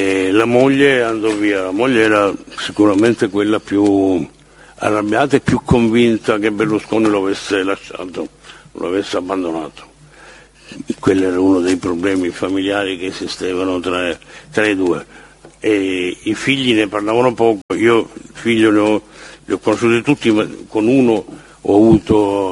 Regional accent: Sicily, Italy; essendo siciliano come Dell'Utri

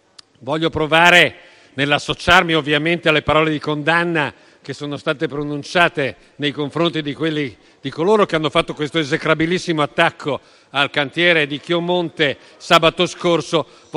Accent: Trentino-Alto Adige, Italy

